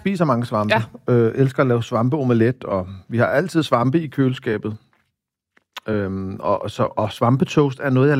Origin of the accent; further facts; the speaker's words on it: Copenhagen, Capital Region of Denmark, Denmark; jeg voksede op på Amagerbrogade